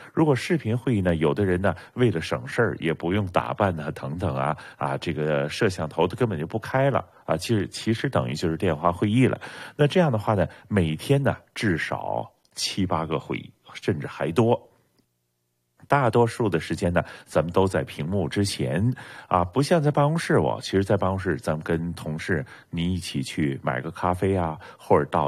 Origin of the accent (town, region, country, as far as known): Canada